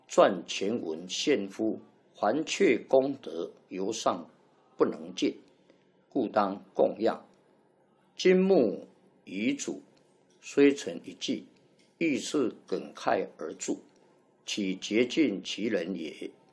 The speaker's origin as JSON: {"language": "Chinese", "country": "China"}